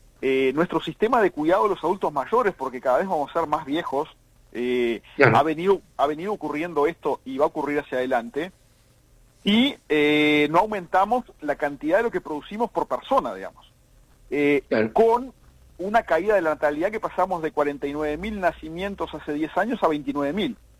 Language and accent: Spanish; Uruguay